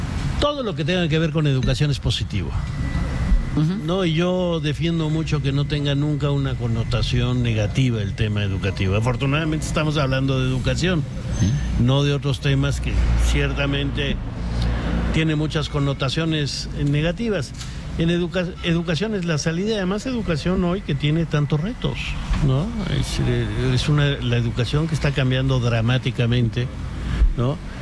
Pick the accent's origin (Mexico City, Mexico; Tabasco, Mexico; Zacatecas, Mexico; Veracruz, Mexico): Mexico City, Mexico; born there; now in Guanajuato, Mexico; nací en la Ciudad de México.